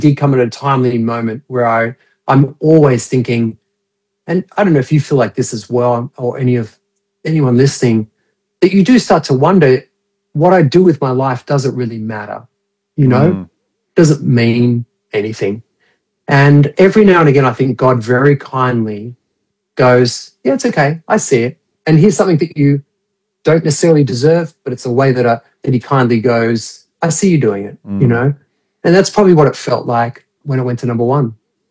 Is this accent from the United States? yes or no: no; Australia; I love the fact that I'm an Aussie getting played on Aussie Christian radio.